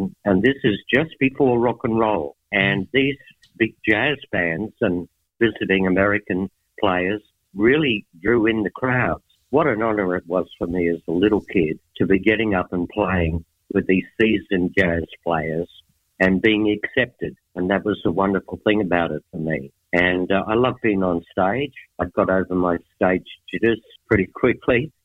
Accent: Kingaroy, Queensland, Australia; also born or lived in Margate; I grew up in Kingaroy, little country town in Queensland.

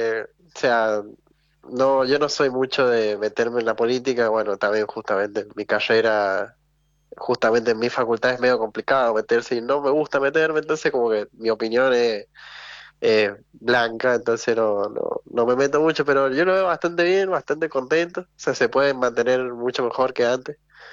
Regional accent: San Juan, Argentina; also born or lived in Córdoba; Sí, capaz, capaz, es que no tengo mucho acento porque no viví siempre acá en San Juan, pero sí

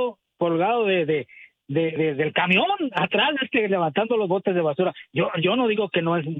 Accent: Miguel Alemán, Tamaulipas, Mexico; allí en mi pueblito, Miguel Alemán, Tamaulipas

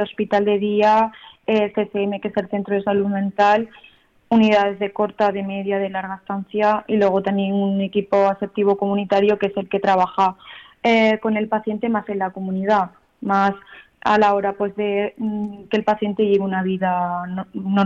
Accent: Granada, Andalusia, Spain; moved away as an adult; now in Huesca, Spain; Soy de Granada, pero llevo 4 años aquí en Huesca.

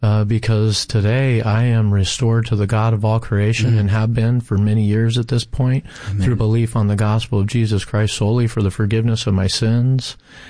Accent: Salem, Oregon, United States; I was born and raised in Salem, Oregon. So everything that I just described to you as far as from when I started life, it was in Salem and in Oregon.

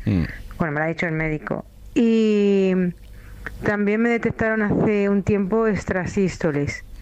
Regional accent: Vallecas, Community of Madrid, Spain

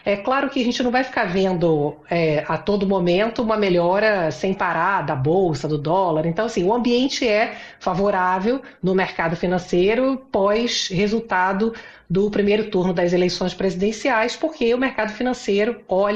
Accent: Rio de Janeiro, Brazil; estava rindo aqui, que eu sou carioca. E eu me lembro que assim que eu cheguei em São Paulo, uma pessoa me falou assim: Ah, você é carioca?

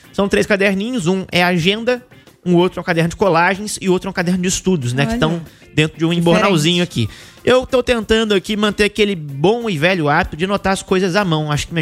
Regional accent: Araguari, Minas Gerais, Brazil; Eu sou de Araguari

